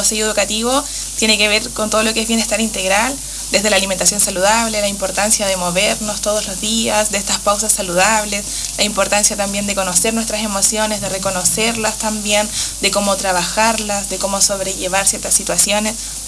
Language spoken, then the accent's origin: Spanish; Coyhaique, Aysén, Chile; born or raised there